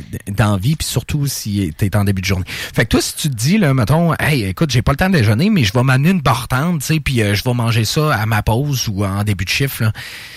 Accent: Quebec, Canada; Ah, oh, mais on est Québécois.

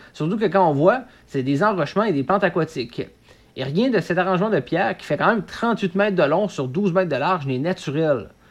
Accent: Quebec, Canada; chez nous, au Québec.

